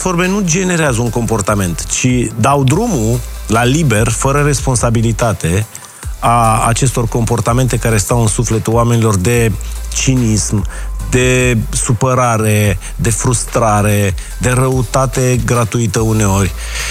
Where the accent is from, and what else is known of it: Romania